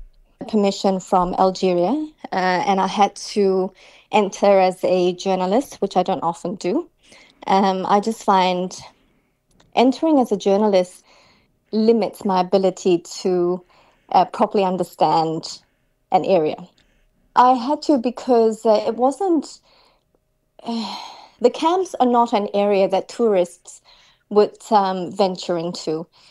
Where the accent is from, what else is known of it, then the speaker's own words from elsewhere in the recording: Singapore; born there; I was born in Singapore. So as you can imagine, you know, my upbringing was quite strict, compliant.